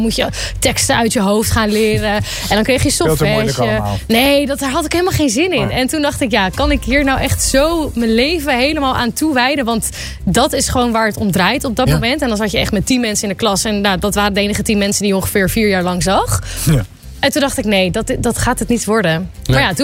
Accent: Hoorn, North Holland, Netherlands; born there; now in Amsterdam, Netherlands; Ik ben geboren in Horen.

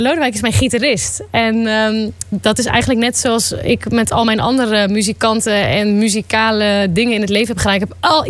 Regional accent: Hoorn, North Holland, Netherlands; born there; now in Amsterdam, Netherlands; Ik ben geboren in Horen.

